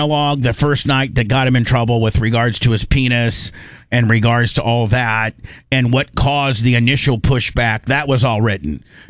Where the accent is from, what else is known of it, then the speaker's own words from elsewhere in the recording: Tennessee, United States; I'm a country guy. I'm from Tennessee.